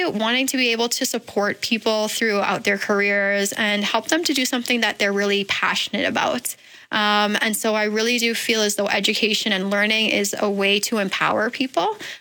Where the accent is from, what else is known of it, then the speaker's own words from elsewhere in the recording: Bahamas; Born and raised in the Bahamas.